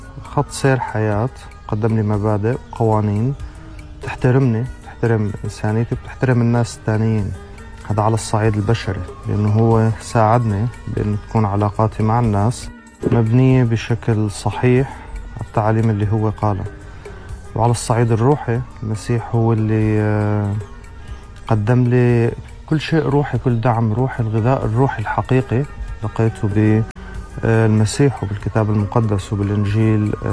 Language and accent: Arabic; Syria; now in Europe; أنا سوري، قيم حاليا في أوروبا ومؤمن بالمسيح من قرابة 7 سنوات.